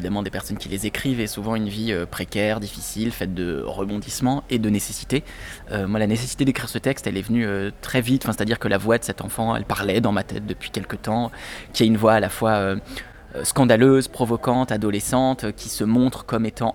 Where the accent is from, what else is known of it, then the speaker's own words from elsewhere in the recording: Brittany, France; j'ai grandi en Bretagne